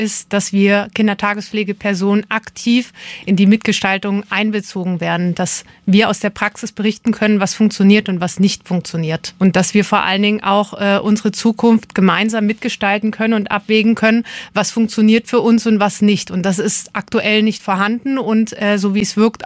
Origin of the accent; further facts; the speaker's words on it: Mühltal, Hesse, Germany; ich komme aus Mühltal